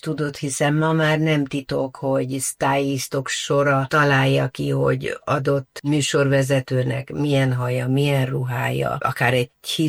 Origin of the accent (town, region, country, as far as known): Hungary; born or raised there; moved away as an adult